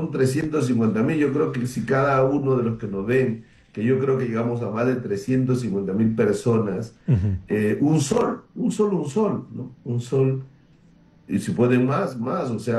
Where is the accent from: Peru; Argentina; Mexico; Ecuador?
Peru; Tumbes; now in Lima, Peru; Y yo vivía acá en Lima, porque soy de Tumbes.